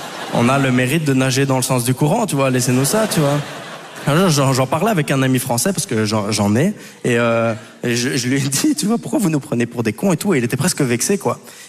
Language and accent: French; Brussels, Brussels-Capital Region, Belgium; En plus de ça, moi je viens de Belgique, je viens de Bruxelles, très heureux de venir jouer en Suisse.